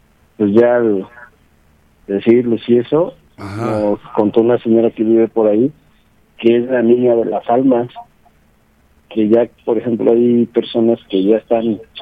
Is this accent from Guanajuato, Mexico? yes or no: no; San Martín Texmelucan, Puebla, Mexico; el sí, pero Moral, es ¿no? que la colonia del Moral.